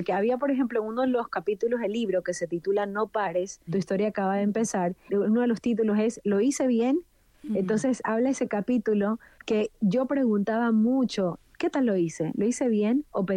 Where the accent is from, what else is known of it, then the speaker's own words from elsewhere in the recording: Guayaquil, Guayas, Ecuador; moved away as an adult; now in Florida, United States; Yo vivía en Guayaquil, Ecuador.